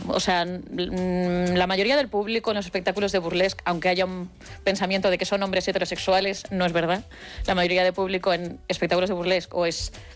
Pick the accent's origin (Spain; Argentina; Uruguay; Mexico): Spain; Vigo, Galicia; yo soy de Vigo, cuando vuelvo a Vigo, sí que noto, pues otra vez